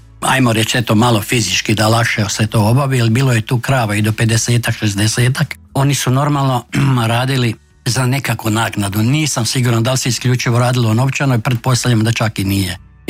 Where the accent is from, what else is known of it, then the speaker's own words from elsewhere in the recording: Ivankovo, Vukovar-Srijem County, Croatia; kod nas u Ivankovi je to najčešće bio krave.